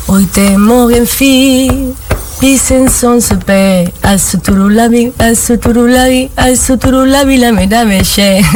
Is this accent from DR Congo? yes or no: no; Granada, Andalusia, Spain; also born or lived in Osnabrück, Germany; Nací en Alemania porque mis padres se fueron allí a emigrar, pero vamos, que yo soy de Granada. Mi gente de Granada, toda del Sacromonte.